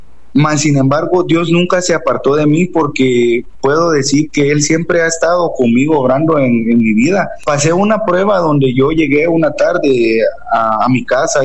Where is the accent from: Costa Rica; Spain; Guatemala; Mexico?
Guatemala; Zacapa; Yo soy originario de Zacapa, de aquí de Guatemala. Soy de una familia que desde pequeñitos nuestros padres y abuelos nos llevaban a la iglesia.